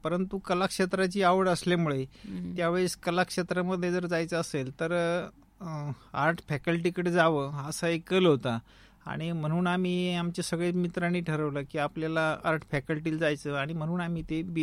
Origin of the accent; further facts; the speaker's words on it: Chitali, Maharashtra, India; माझं मूळ गाव पाथर्डी तालुक्यातील चितळी म्हणून गाव आहे. तर त्या ठिकाणी शेतकरी कुटुंबामध्ये 1972 साली माझा जन्म झाला.